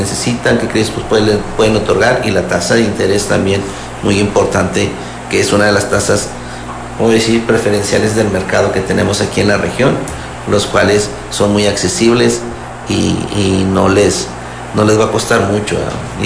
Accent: Mexico

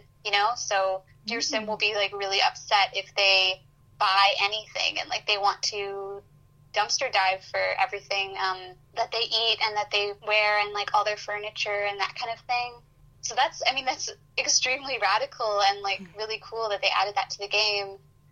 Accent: Vancouver, British Columbia, Canada; I'm from Vancouver, and, you know, I go to Victoria pretty frequently

